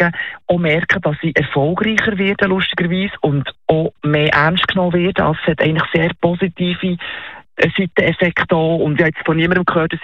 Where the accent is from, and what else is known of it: Switzerland